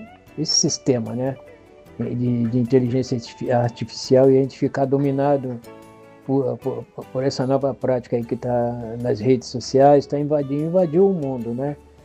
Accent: Rio de Janeiro, Brazil; now in Cachoeira Paulista, Brazil; sou natural do Rio de Janeiro, mas moro aqui em Cachoeira Paulista já há 36 anos.

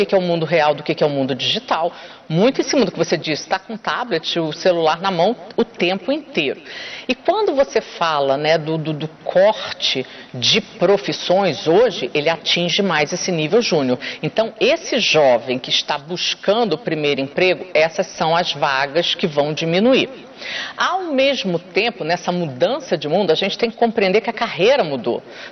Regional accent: Rio de Janeiro, Brazil; Eu sou do Rio, ela é de lá, subia morro para dar aula de inglês e creche de morro.

